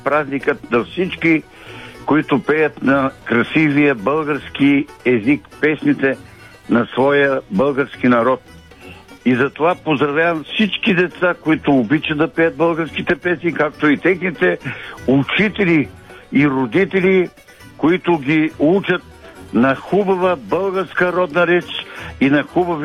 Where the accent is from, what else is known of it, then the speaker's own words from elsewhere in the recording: Teteven, Lovech Province, Bulgaria; от Тетвен.